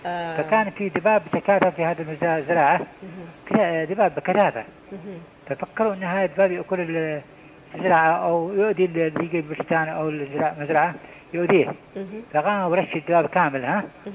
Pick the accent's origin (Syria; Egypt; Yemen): Yemen; Aden; عندنا في عدن